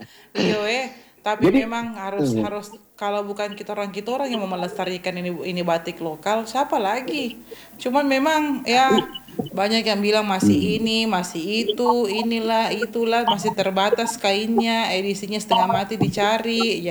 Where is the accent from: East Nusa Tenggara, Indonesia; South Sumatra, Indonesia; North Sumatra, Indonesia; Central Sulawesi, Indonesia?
Central Sulawesi, Indonesia; Toli-Toli